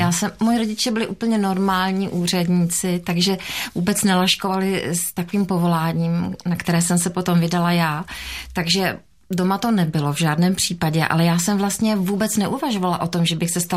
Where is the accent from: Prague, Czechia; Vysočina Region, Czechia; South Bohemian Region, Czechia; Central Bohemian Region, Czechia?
Prague, Czechia; Já jsem rodila Pražačka, ano.